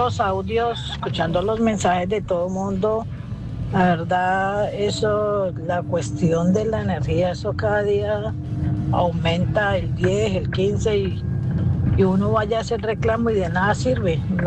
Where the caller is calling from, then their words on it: Colombia; Yo vivo en Jardín de los Andaquíes, en ese conjunto que es Estrato 2, y llevo 4 meses viviendo en ese conjunto.